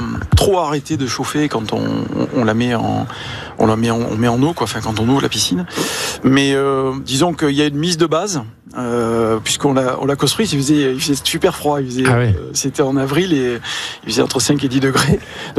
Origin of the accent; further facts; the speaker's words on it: south of France, France; Eh oui, absolument. Ah, ouais. Je suis du Sud.